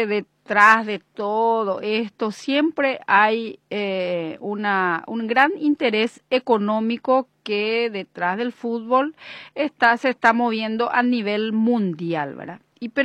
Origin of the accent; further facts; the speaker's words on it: Paraguay; nos toca las fibras íntimas como paraguayos y paraguayas